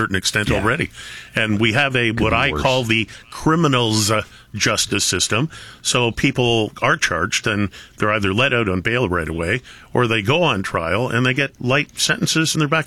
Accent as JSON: {"language": "English", "town": "Toronto", "region": "Ontario", "country": "Canada", "tie": "born or raised there", "also_born_or_lived": "Hong Kong", "moved": "yes", "said": "When I grew up in Toronto, it was very, very different."}